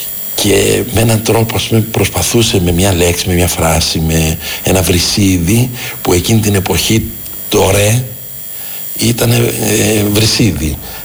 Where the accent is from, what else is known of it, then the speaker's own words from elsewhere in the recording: Athens, Attica, Greece; Όταν ήμουν πολύ μικρό παιδάκι, έμενα δίπλα σε ένα γήπεδο. Εκεί γεννήθηκα, στα Ηλίσια, στο γήπεδο ποδοσφαίρου του Ηλυσιακού.